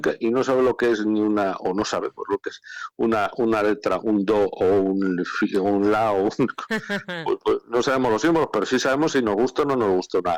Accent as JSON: {"language": "Spanish", "town": "Peñaranda de Bracamonte", "region": "Castile and León", "country": "Spain", "tie": "born there", "moved": "yes", "lives_now": "Zamora, Spain", "said": "Zamorano soy de adopción y obviamente, como digo, ciudadano del mundo, pero yo nací en Peñaranda de Bracamonte."}